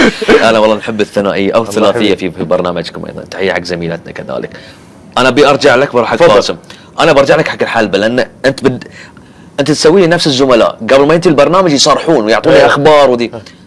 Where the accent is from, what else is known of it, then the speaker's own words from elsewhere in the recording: Bahrain; نتكلم إحنا بحرينيين،